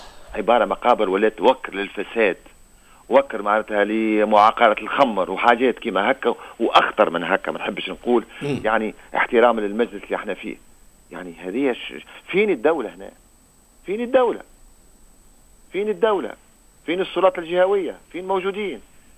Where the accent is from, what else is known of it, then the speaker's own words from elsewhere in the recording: Nabeul, Nabeul Governorate, Tunisia; انا ولد نابل